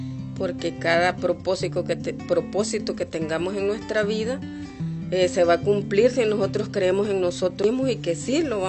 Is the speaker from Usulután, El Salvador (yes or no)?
yes; Jucuapa, Usulután, El Salvador; vengo de la ciudad de Jucuapa